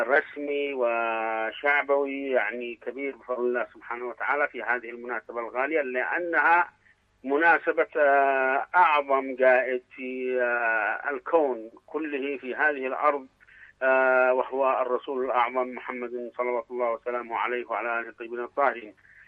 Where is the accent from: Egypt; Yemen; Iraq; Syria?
Yemen; نحن كشعب يمني وكمسلمين